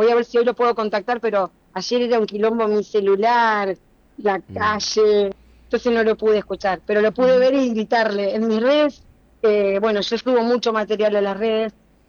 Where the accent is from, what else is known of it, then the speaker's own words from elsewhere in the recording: Argentina; Nosotros los argentinos, chicos, yo creo que nadie vive el fútbol como un argentino.